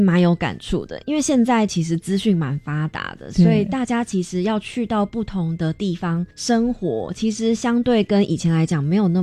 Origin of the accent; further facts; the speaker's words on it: Taiwan; born there; also born or lived in United States; 我在台湾虽然出生在美国，学习的很长一段时间是台湾，然后我家人也是台湾，在台湾土生土长的台湾人